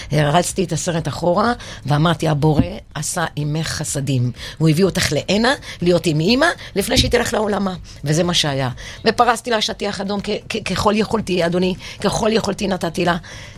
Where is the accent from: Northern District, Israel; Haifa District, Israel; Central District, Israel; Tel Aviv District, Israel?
Central District, Israel; Yarhiv; moved away as an adult; also born or lived in United States; אני מושבניקית.